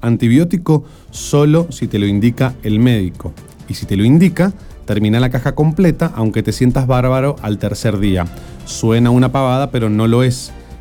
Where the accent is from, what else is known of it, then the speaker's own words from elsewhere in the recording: Mendoza, Argentina; como decimos en Mendoza